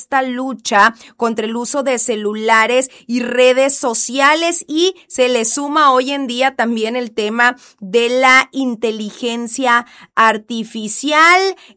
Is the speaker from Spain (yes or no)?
no; Mexico; como buenos mexicanos, luego traemos todo ahí